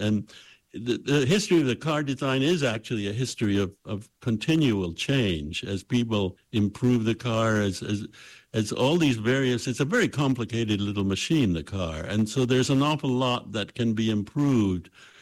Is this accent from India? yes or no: no; Canada; I grew up in Canada, which is quite very cold, which creates all sorts of special problems for cars.